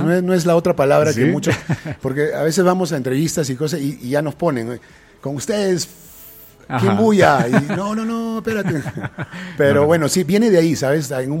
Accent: Peru; now in Miami, United States; En Perú, de donde yo soy

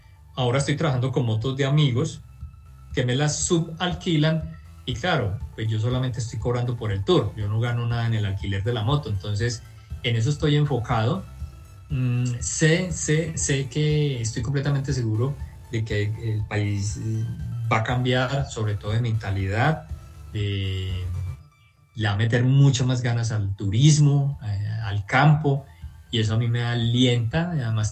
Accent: Colombia; todavía soy el colombiano que más lo ha corrido en moto

